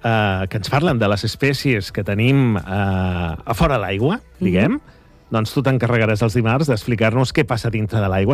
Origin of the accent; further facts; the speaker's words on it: Barcelona, Catalonia, Spain; now in Calafell, Spain; Bueno, ja som dos, vull dir, porto 20 anys, som de Barcelona